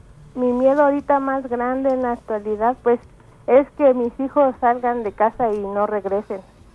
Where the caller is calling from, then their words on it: Mexico; Aquí en la Guadalupe Victoria